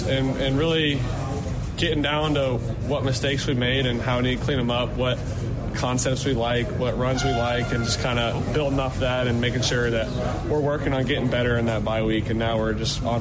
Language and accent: English; California, United States; Yeah, big game for me coming back home, my hometown.